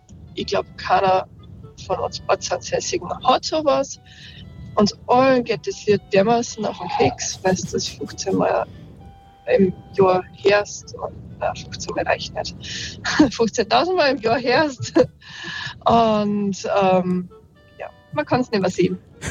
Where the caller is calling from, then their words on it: Arnsdorf, Salzburg, Austria; Und zwar komme ich aus Arnsdorf. Das ist der Ort, wo der Franz Xaver Gruber geboren ist, der Komponist